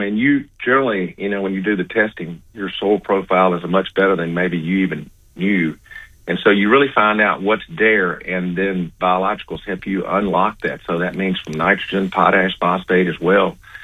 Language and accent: English; Louisiana, United States; accent: Louisiana; Grew up on a farm in Louisiana. You can tell by this accent. I've moved many places, but my accent always moved with me.